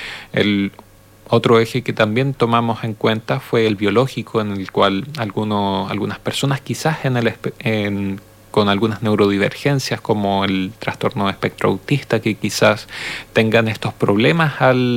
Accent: Chile; nosotros como chilenos, como personas de este país, tenemos también nuestras propias formas de hacer las cosas, nuestras propias costumbres

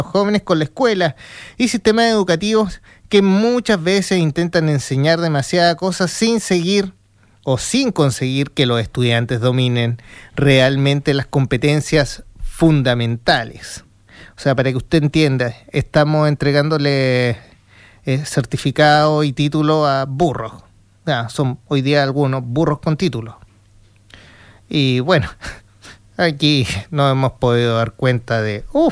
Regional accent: Chile

